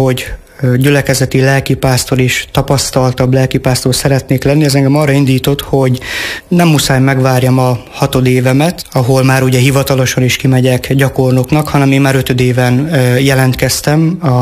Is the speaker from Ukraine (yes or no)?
yes; Fornos, Zakarpattia Oblast, Ukraine; is ugye olyan közegből jövök az én kárpátai fornosi anyagyülekezetemből, ahol tulajdonképpen az ifiben nőttem fel